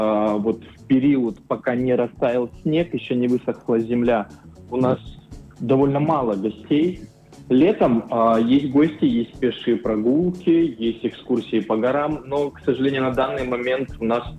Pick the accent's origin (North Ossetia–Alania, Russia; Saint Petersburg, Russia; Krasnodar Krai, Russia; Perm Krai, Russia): Saint Petersburg, Russia; now in Murmansk, Russia; Я северянин, но с другого севера. Я с Санкт-Петербурга к вам приехал. Я год нахожусь в Мурманске.